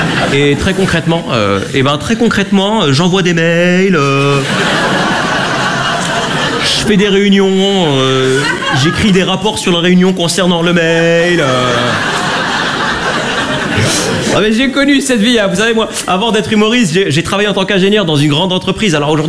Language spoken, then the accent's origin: French; Lausanne, Vaud, Switzerland; Moi, je viens de Lausanne. Les girons, c'est pour les bouseux, donc... À Lausanne, il n'y a pas de girons.